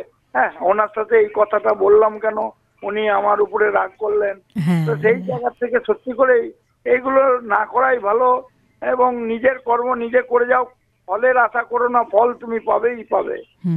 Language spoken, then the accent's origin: Bangla; Bankura, West Bengal, India; born there; now in Budbud, India; আমার তো বাড়ি বুধবুদে নয়, মানে পূর্ব বর্ধমান জেলার বুধবুদ নয়, আমার বাড়ি হচ্ছে অ্যাকচুয়াল বাঁকুড়ায়। তো বাবা এখানে চাকরির সূত্রে এখানে বাড়ি বানিয়েছিল